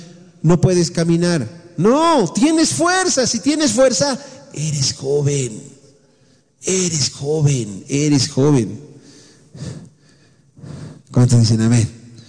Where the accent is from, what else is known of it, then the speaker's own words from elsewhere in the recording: Bolivia; Pero la mayoría de los que estamos aquí somos bolivianos.